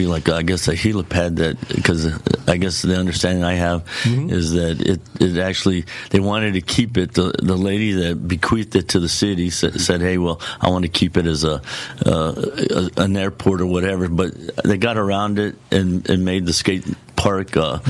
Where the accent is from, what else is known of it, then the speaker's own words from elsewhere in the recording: Las Cruces, New Mexico, United States; I grew up very close proximity to where we're at right now, pretty much down the street. My first 14 years was right in the middle of town.